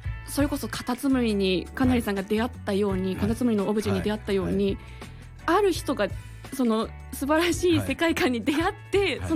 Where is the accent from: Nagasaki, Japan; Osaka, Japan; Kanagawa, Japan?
Kanagawa, Japan; Yokohama; 私横浜なんですけど